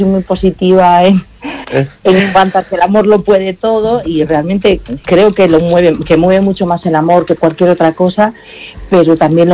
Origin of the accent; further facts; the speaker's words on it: Galicia, Spain; Que hay gente que está viendo los que somos muy gallegos, ¿no?